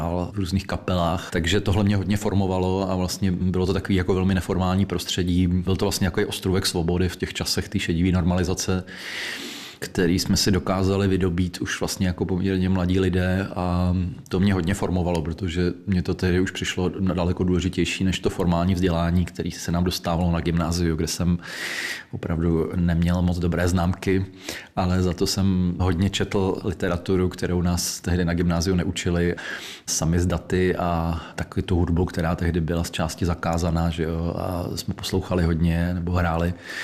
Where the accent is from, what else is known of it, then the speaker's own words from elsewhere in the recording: Karlovy Vary, Karlovy Vary Region, Czechia; protože jsem byl taky z Karlových Varů, z malého města, tak tam jako nebyly nějak moc rozšířené disidentské struktury